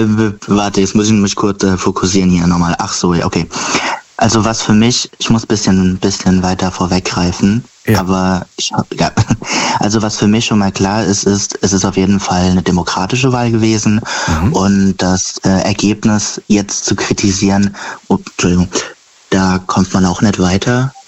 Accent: Kaiserslautern, Rhineland-Palatinate, Germany; Ich komme aus der Pfalz, Kaiserslautern.

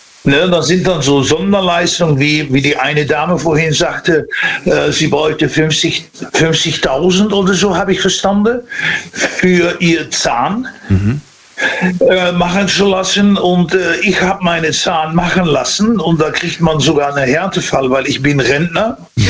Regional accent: Netherlands; now in Dortmund, Germany

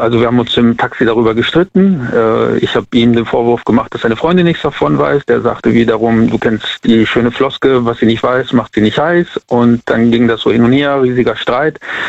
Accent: Siegburg, North Rhine-Westphalia, Germany

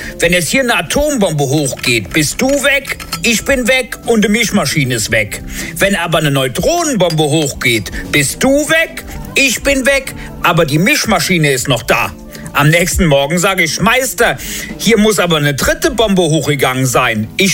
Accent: Rhineland-Palatinate, Germany; So was lernt man auf dem Eifeldorf. Wobei, bei uns in Rheinland-Pfalz sind ja Drohnenexperten.

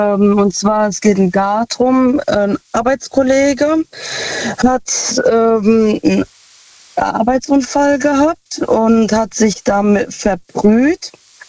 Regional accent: Ludwigshafen, Rhineland-Palatinate, Germany; Aus Lu, also aus Ludwigshafen.

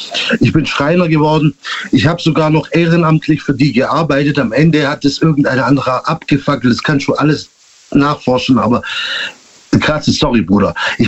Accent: Stuttgart-Vaihingen, Baden-Württemberg, Germany; Ich bin aus Vahingen.

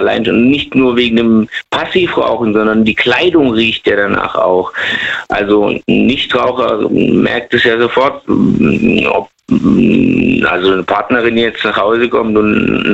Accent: Lebanon; Ich komme auch aus dem Libanon, also da ist es auch leider.

